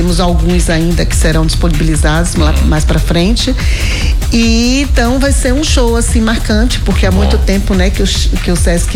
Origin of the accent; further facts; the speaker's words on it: Salvador, Bahia, Brazil; moved away as an adult; now in Jequié, Brazil; eu sou de Salvador.